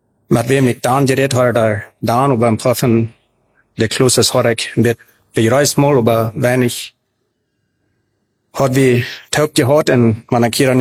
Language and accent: German; Paraguay; also born or lived in Mexico; Ich bin in Mexiko geboren und in 1973. Meine Eltern traten in Paraguay, als ich ein Jahr war. Wird immer ein Jahr. Bloß bin ich dann die meiste Zeit abgewachsen.